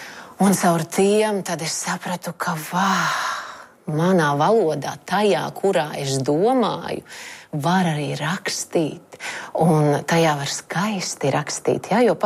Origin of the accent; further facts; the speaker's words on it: Latgale, Latvia; first language Latgalian; Tā ir mana sirds. Nu, tā es esmu. Esmu latgaliete. Tā tas ir.